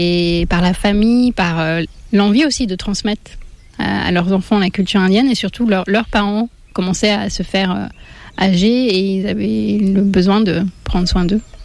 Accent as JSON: {"language": "French", "region": "Île-de-France", "country": "France", "tie": "born there", "said": "mon âme a décidé de s'incarner en France, en région parisienne, mais de parents indiens. Donc on va dire que ma première partie de vie jusqu'à 10 ans, j'ai connu une éducation à l'occidentale. Et puis, comme mes parents ont décidé de rentrer en Inde"}